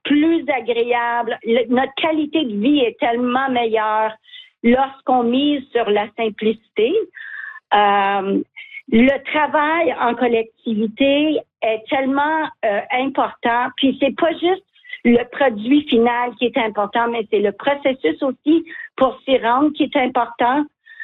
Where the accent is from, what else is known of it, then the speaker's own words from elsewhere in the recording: Mattawa, Ontario, Canada; parce que moi, je viens de Matawa, ça fait que c'était vraiment, vraiment intéressant pour moi de faire un retour à mes racines